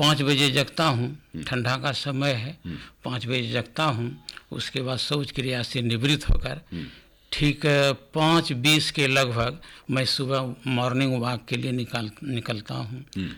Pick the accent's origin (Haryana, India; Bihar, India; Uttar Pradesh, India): Bihar, India; Banka district; बाल्यकाल यहीं बीता।